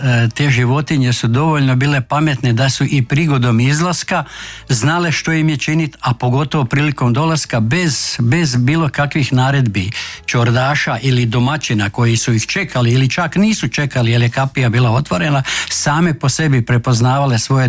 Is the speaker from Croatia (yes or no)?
yes; Ivankovo, Vukovar-Srijem County, Croatia; kod nas u Ivankovi je to najčešće bio krave.